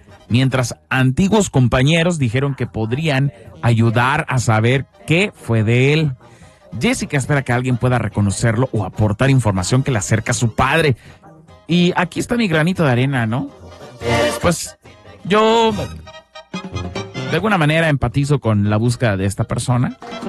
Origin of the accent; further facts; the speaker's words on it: Quintana Roo, Mexico; Yo soy de Quintana Roo.